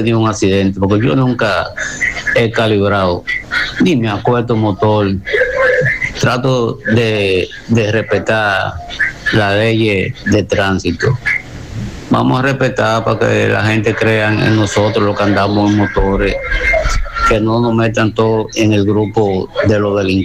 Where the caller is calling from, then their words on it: Santo Domingo, Distrito Nacional, Dominican Republic; Yo soy dirigente comunitario, soy de Guachupita.